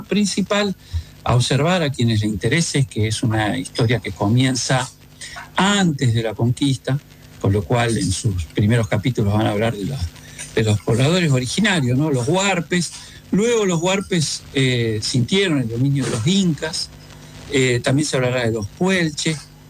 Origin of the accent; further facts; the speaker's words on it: Viedma, Río Negro, Argentina; moved away; yo me crié en Viedma